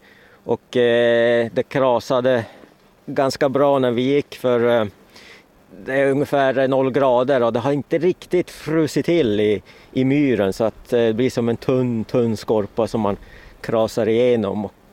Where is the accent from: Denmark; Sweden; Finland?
Sweden; Kiruna, Norrbotten County; mina hemtrakter som är Kiruna